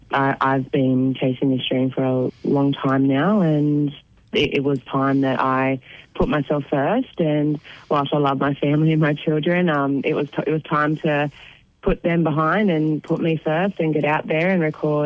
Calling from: Moree, New South Wales, Australia

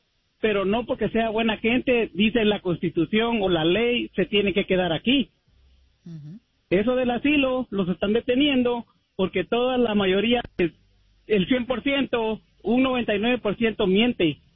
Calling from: California, United States

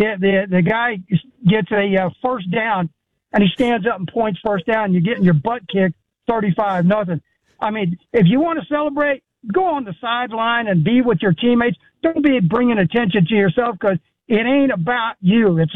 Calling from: Florida, United States; I'll tell you what, I'm calling from Florida, and the storm will, you know, kind of miss us a little bit.

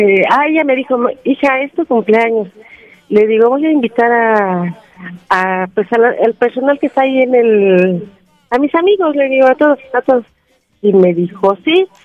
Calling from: Nicolás Romero, State of Mexico, Mexico; de aquí, de Nicolás Romero.

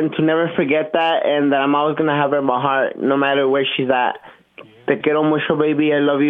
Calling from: Las Cruces, New Mexico, United States; From Las Cruces, New Mexico.

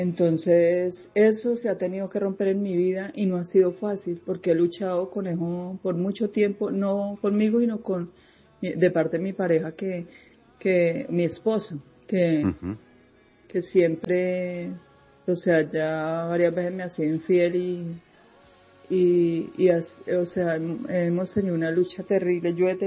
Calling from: Ibagué, Tolima, Colombia; Soy … de Ibagué.

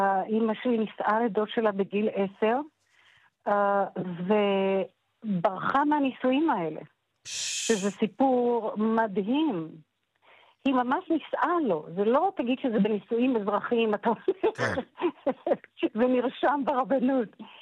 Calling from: Jerusalem, Jerusalem District, Israel; אני מדברת איתך מירושלים.

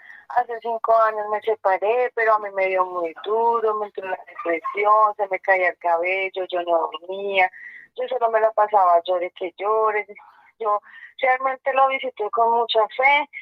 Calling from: Garagoa, Boyacá, Colombia; De Garagoa, Boyacá.

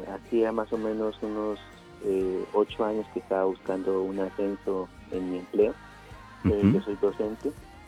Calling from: Ubaté, Cundinamarca, Colombia; Estoy llamando desde Guate, Cundinamarca

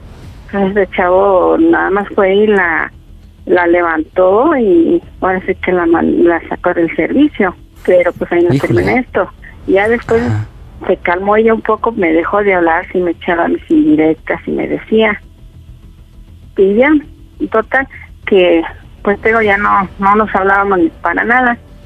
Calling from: Mexico City, Mexico; Tengo 59 y soy del distrito, de aquí de México.

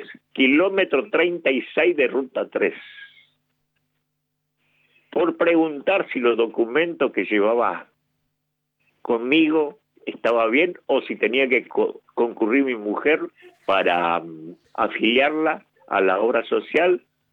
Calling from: González Catán, Buenos Aires Province, Argentina; González Catán, kilómetro 43

